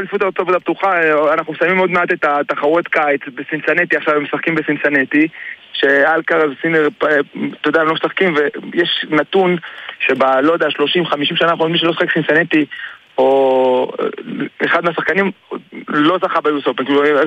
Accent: Jerusalem, Jerusalem District, Israel; אני עכשיו בירושלים, בעיר הבירה, במרכז הטניס ירושלים, איפה שגדלתי

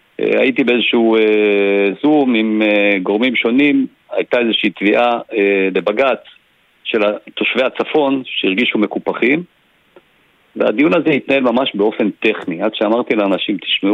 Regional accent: Northern District, Israel; אני נולדתי וגדלתי בצפון. אני תושב שדה אליעזר

